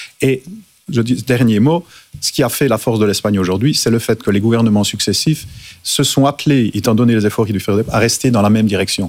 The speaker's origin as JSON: {"language": "French", "region": "Wallonia", "country": "Belgium", "said": "et plutôt la Wallonie, je suis wallon, que la Flandre, mais enfin, c'est la Belgique unique qui est pointée du doigt"}